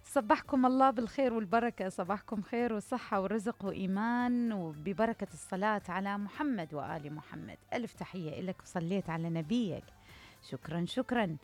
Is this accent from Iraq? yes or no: yes; Iraq; إحنا كعراقيين فقدنا الثقة بالجهات الحكومية،